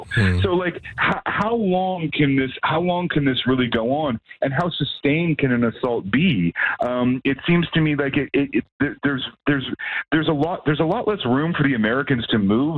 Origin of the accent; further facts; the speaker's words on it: Edmonton, Alberta, Canada; Like, you know, like I'm from Edmonton, right? I remember the winters.